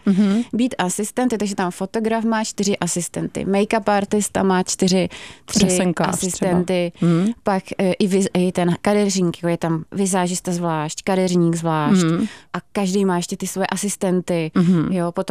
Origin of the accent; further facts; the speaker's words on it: Prague, Czechia; To bylo v Praze, já jsem z Prahy.